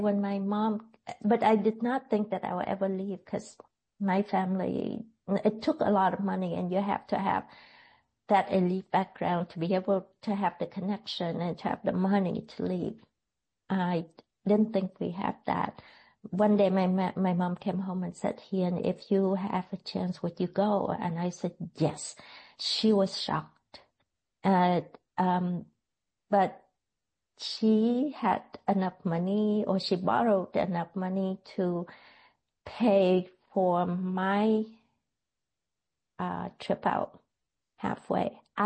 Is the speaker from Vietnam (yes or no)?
yes; South Vietnam, Vietnam; moved away as an adult; growing up in the South.